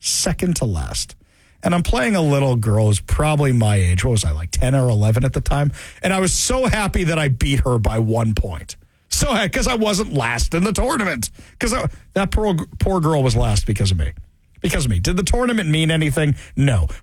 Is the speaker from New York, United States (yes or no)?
yes; Westchester, New York, United States; I grew up in Westchester, New York.